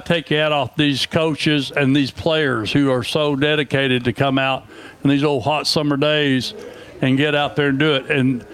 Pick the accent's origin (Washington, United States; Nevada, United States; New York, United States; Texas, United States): Texas, United States; being that I was raised in West Texas, Odessa Permian